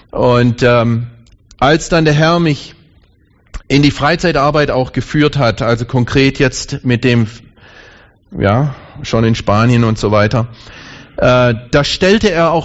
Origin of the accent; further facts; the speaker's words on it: Thuringia, Germany; Ich komme aus dem Thüringer Wald. Wer ist schon mal im Thüringer Wald gewesen hier?